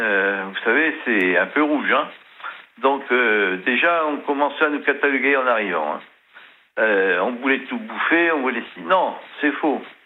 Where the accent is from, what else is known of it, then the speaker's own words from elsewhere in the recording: Algeria; now in France; D'abord, je suis pied-noir d'origine. Mes parents aussi.